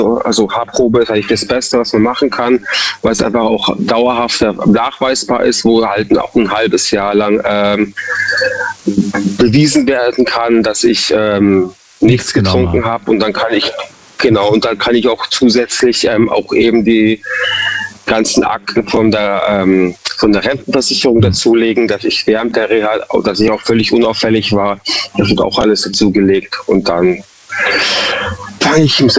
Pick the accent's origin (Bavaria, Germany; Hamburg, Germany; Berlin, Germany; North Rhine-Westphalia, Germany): Bavaria, Germany; Munich; now in Freiburg, Germany; Also ich bin ursprünglich aus Bayern, mhm. Ja, Münchner Kindl.